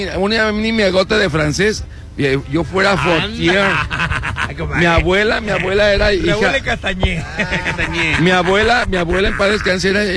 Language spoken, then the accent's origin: Spanish; Sinaloa, Mexico; en el atrio de mi pueblo, de la parroquia de la Candelaria, ahí se reunieron los insurgentes de aquí del sur de Sinaloa